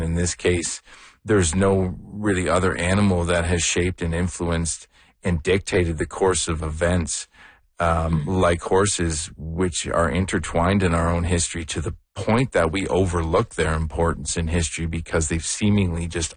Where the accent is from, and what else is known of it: Sarnia, Ontario, Canada; born or raised there; moved away; also born or lived in Hamilton